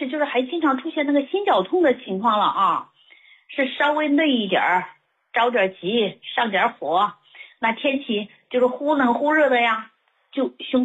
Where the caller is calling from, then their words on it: Fujian, China; 我是福建的听众哈。